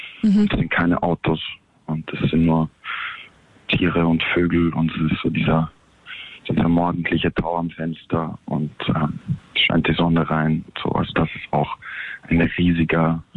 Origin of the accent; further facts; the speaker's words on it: Vienna, Austria; auch wieder in seine Heimatstadt zurückzukehren. Mhm. Das ist bei mir Wien.